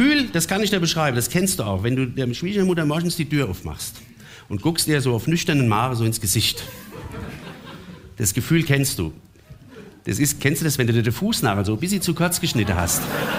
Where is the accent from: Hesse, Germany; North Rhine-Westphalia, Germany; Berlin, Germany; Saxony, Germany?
Hesse, Germany; Offenbach am Main; ich komme ja aus Offenbach, das wisst ihr.